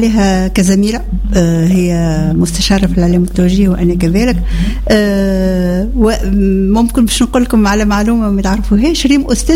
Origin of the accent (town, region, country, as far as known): Tunisia; accent: Tunisian